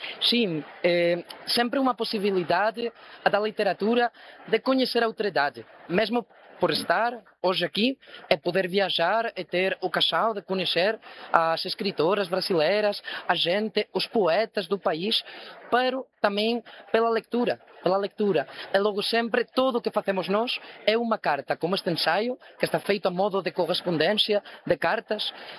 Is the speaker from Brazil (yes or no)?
no; Madrid, Community of Madrid, Spain; born there; first language Spanish; Portuguese is a second language; mais além do espanhol, que é a minha língua. Eu nasci em Madrid, sou castelhano, falo espanhol, mas tive a ocasião de conhecer, de aprender, como bem dizias, o galego, o catalão, o vasco, o asturiano, muitas delas, línguas irmãs que estão muito perto de mim.